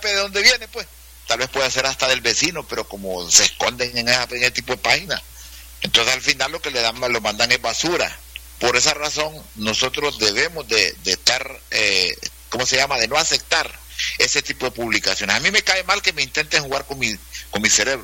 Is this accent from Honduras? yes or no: yes; Honduras; Entonces nosotros, como seres humanos acá, como hondureños, tenemos que tener esa habilidad